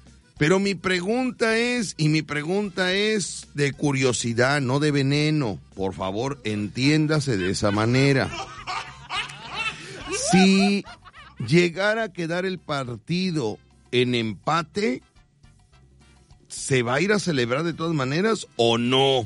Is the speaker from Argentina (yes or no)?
no; Mexico; somos mexicanos